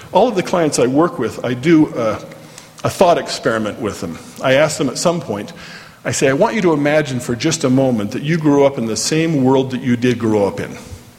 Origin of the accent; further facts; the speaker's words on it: Orem, Utah, United States; and I grew up here in Orme, so I know it was just a little bit south of there, right about in there. That's where we live.